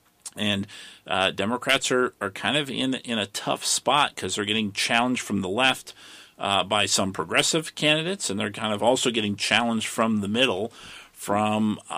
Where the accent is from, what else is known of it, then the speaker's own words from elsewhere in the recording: Brandon, Vermont, United States; And that's in my hometown of Brandon, Vermont, at the Neshebee Golf Club.